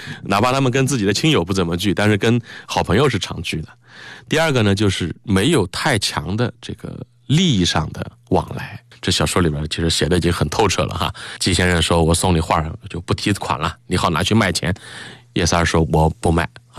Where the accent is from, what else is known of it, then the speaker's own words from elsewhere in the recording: China; 我们中国人